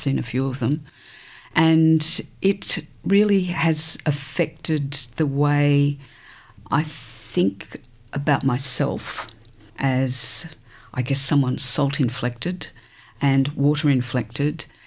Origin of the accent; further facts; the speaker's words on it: Sydney, New South Wales, Australia; now in Adelaide, Australia; Well, I was born and grew up in Sydney. So in some ways I'm still a Sydney kid, although I'm also an Adelaide adult, so shall we say.